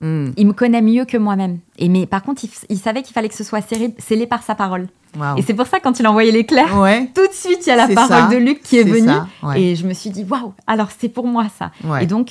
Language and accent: French; Portugal; Parce que je suis portugaise.